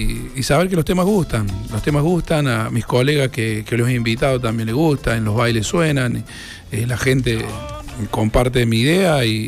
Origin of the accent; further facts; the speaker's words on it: Córdoba, Argentina; es nuestra provincia, somos muy ninguneados en la capital, en todos los del interior. No nos gusta, somos muy, muy del interior.